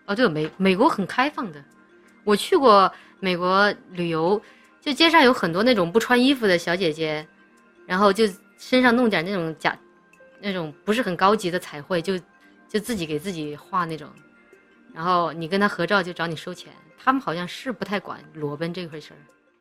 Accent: Chongqing, China; 像我们乡下就重庆嘛，是吧？山区

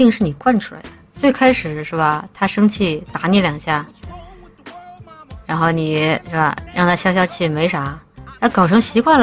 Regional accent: Chongqing, China; 在我的老家重庆

